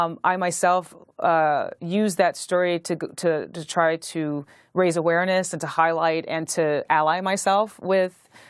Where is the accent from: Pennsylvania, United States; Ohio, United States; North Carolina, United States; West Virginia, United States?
North Carolina, United States; Yeah, I'm from North Carolina, from a mixed family, mixed black and white.